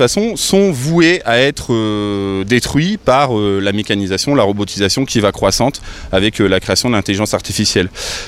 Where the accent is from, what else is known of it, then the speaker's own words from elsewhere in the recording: Oisy-le-Verger, Hauts-de-France, France; je suis né à Douai, mais j'ai fait de 6 ans à 22 ans à Oisy-le-Verger, j'ai habité ici, donc je connais bien, c'est ma coin, comme on dit.